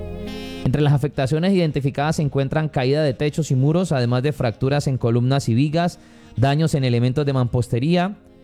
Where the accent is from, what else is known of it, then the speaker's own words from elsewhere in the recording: Cali, Valle del Cauca, Colombia; los caleños los martes con mucha fe asistimos muchas veces